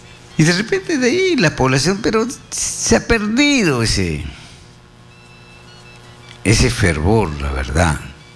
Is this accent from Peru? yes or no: yes; Peru; a veces hasta me da vergüenza decir que soy peruano?